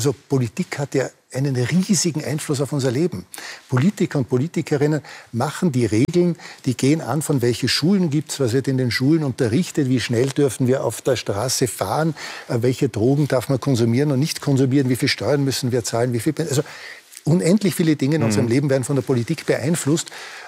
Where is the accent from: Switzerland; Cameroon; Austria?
Austria; Innsbruck, Tyrol; im Olympischen Dorf in Innsbruck in einer Baugrube, wo ich aufgewachsen bin.